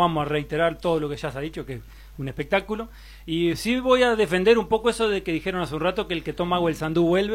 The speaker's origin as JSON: {"language": "Spanish", "town": "San Gregorio de Polanco", "region": "Tacuarembó", "country": "Uruguay", "said": "de Rincón de la Aldea, Joaquín de la zona de Tambores, Piedra Sola, yo soy de San Gregorio, el Gonzalo también de Tambores, así que nos bañaron otras aguas."}